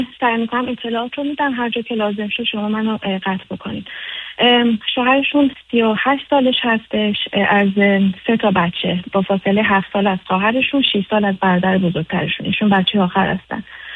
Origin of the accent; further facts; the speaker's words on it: Iran; یعنی ما خانواده ها از 2 شهر متفاوت از ایران هستیم، 2 فرهنگ متفاوت، 2 زبان متفاوت هستیم